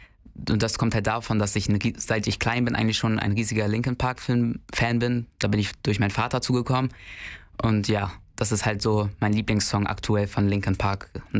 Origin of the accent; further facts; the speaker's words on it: Heide, Schleswig-Holstein, Germany; Ich komme aus Heide, bin 14 Jahre alt und mache ein freiwilliges Praktikum hier.